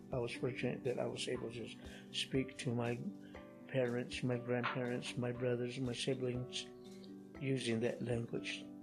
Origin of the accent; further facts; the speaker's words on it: Cochiti Pueblo, New Mexico, United States; first language Keres; English is a second language; I am from Cochiti Pueblo, New Mexico. I was fortunate that I learned the language growing up, where that was my first language, where I didn't have to go to a class and sit down and learn the language.